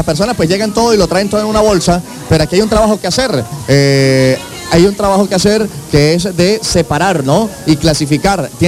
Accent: Táchira, Venezuela; como tachirenses, como venezolanos

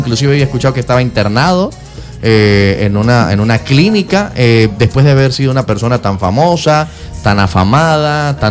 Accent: Tovar, Mérida, Venezuela; now in San Cristóbal, Venezuela; yo sí no soy del Táchira, yo lo he comentado en varias oportunidades, yo no soy del Táchira como tal, yo soy de Tovar, Estado Mérida, pero ya unos cuantos años viviendo aquí en el Táchira y viviendo aquí en San Cristóbal.

